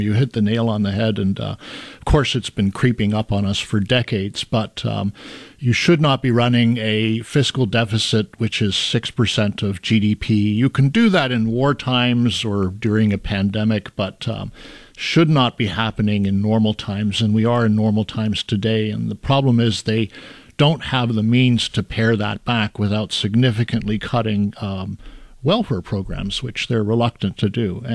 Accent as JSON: {"language": "English", "country": "Canada", "said": "I'm from Canada"}